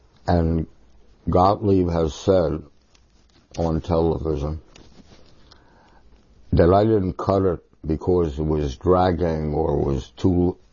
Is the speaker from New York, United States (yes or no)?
yes; New York, United States; Oh, I grew up on Central Park West, on 94th Street. Then I went to Princeton.